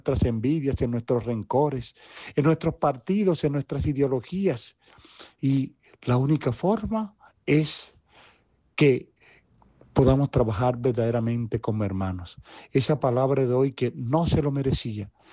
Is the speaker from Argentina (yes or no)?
no; Colombia